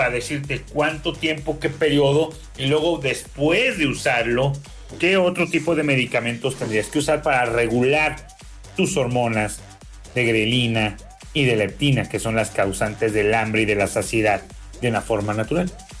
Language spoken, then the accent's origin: Spanish; Mexico; en México, en mi país